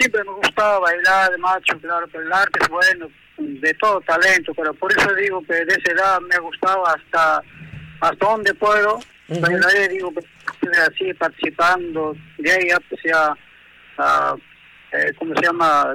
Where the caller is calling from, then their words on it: Ayacucho, Peru; todos los lugares del pueblo que estamos en Parinacochas